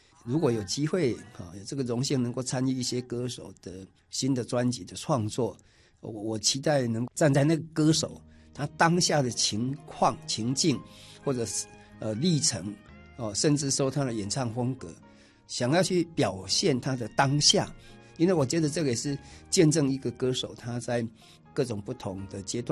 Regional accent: Taiwan; first language Taiwanese Hokkien; Chinese is a second language; 因为台语是我的母语

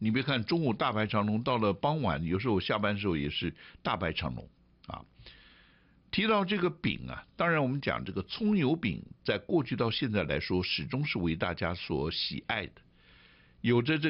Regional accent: Taipei, Taiwan; born there

